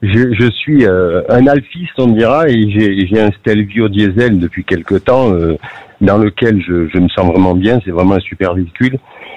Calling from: Marseille, Provence-Alpes-Côte d'Azur, France; Ah ben, je suis à Marseille.

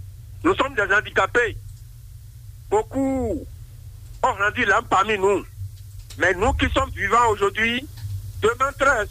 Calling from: Porto-Novo, Ouémé, Benin; je vous appelle depuis Hollanda, de Porto-Novo.

